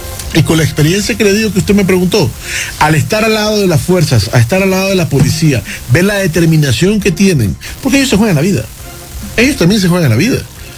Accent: Ecuador; Y discúlpenme, Andrés, todos somos ecuatorianos.

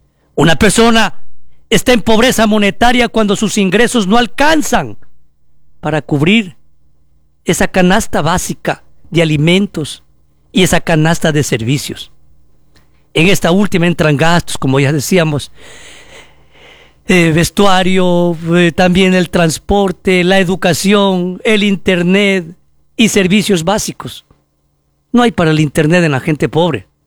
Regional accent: Ecuador

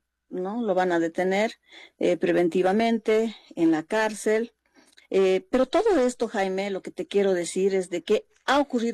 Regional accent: Bolivia; si no se respeta por parte del gobierno, del Estado, del órgano ejecutivo, nuestros derechos como bolivianos, entonces, ¿dónde estamos?

